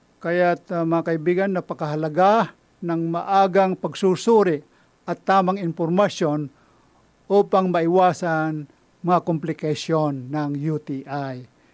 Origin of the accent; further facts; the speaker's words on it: Northern Luzon, Philippines; I'm from Northern Luzon